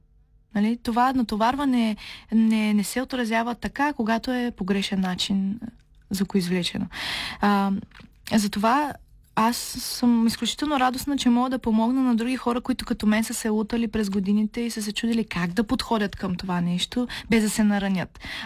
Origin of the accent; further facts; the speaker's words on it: Shumen, Shumen Province, Bulgaria; now in Pernik, Bulgaria; А между другото, метал сцената не е малка в Перник, така че може да съм далеч от Шумен, но пак намерих някакво място, на което да се чувствам поне близко.